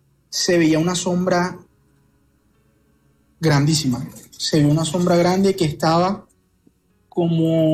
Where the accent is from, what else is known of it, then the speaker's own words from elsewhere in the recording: Ciénaga, Magdalena, Colombia; now in Barranquilla, Colombia; es en un pueblo del Magdalena, de donde yo soy oriundo, de Ciénaga Magdalena.